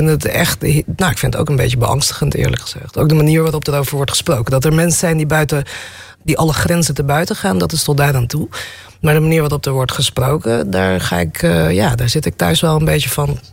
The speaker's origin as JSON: {"language": "Dutch", "country": "Aruba", "moved": "yes", "lives_now": "Netherlands", "said": "Ik kom van Aruba"}